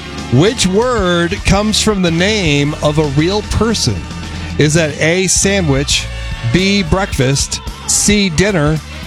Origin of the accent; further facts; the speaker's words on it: Oregon, United States; Tyler, as a fellow Oregonian